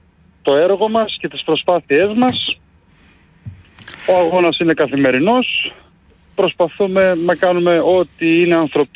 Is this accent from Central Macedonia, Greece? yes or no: yes; Thessaloniki, Central Macedonia, Greece; Δεν είναι από εδώ τοπικοί, είμαστε από όλη την Ελλάδα, εγώ είμαι από Θεσσαλονίκη